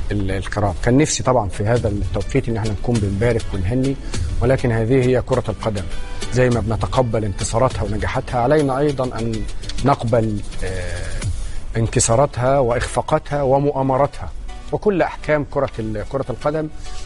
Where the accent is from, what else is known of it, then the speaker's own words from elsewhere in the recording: Egypt; لينا كمصريين